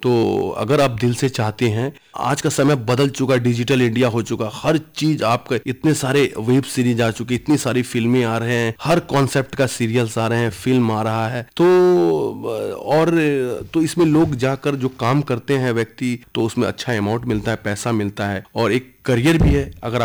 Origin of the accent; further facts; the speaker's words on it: Munger, Bihar, India; मैं मुंगेर जिला से हूँ, तो आप समझ सकते हैं कि मुंगेर एक छोटा सा टाउन है, कस्बा है बिहार में, लेकिन नाम इसका हर जगह है मुंगेर का।